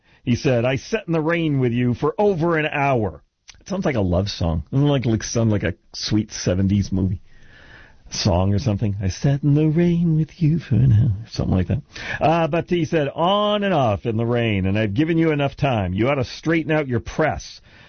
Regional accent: California, United States; moved away; Like I said, I'm from California. There's a lot of stupid people there. They don't really know how to count very well. So math is really hard. That's why I left.

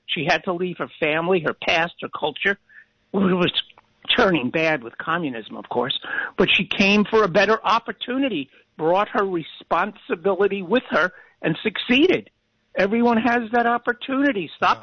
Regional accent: California, United States; I grew up in California.

